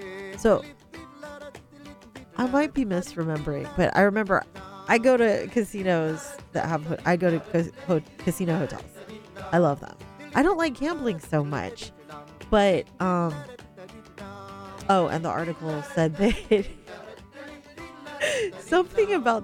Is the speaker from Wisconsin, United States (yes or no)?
no; California, United States; Nobody lives on my reservation. I'm from the Paskenta Band of Nomlaki Indians, and it's not zoned for residential stuff.